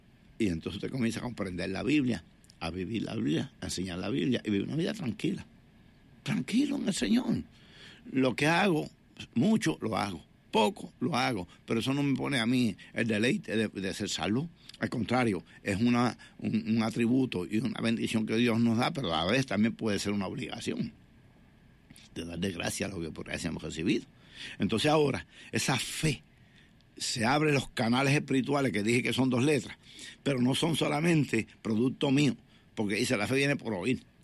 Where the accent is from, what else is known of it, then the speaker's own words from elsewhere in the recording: Puerto Rico; un jibarito, como dicen en mi país